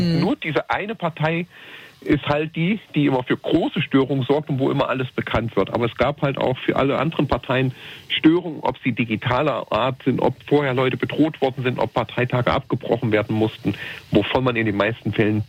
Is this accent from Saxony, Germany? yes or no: no; Erfurt, Thuringia, Germany; ich komme aus Erfurt und wir wissen beide, was an Erfurt an diesem Wochenende hier los ist.